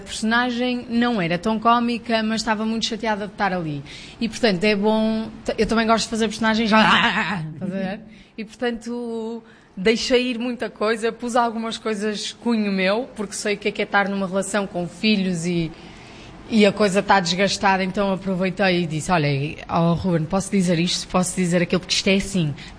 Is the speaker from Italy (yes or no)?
no; Porto, Norte, Portugal; eu sou do Porto